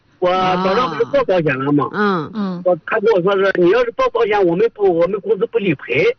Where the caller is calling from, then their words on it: Yuncheng, Shanxi, China; 我是盐湖市的。